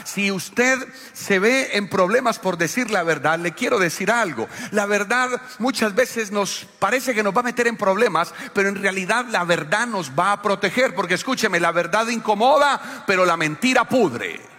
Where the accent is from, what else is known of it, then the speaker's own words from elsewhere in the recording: Colombia; nosotros estamos leyendo como latinos y colombianos.